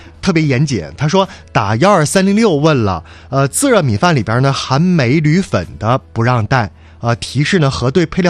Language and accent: Chinese; Baicheng, Jilin, China; 嫩江第一湾呐，哎呀，这不是去我老家了吗？